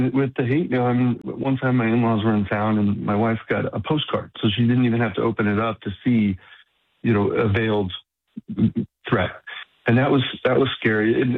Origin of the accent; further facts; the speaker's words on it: New York, United States; You know, being a New Yorker coming into Houston, it was just incredible.